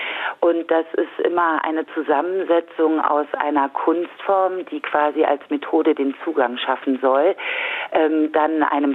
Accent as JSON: {"language": "German", "region": "Saarland", "country": "Germany", "said": "selbst ich bin jetzt doch schon älter, bin Saarländerin"}